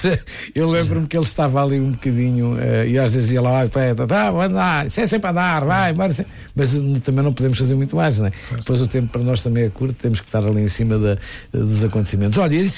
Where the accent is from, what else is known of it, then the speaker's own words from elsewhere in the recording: Seda, Alentejo, Portugal; eu sou de Seda, mas no concelho de Alter do Chão, eu costumo dizer na terra mais fina de Portugal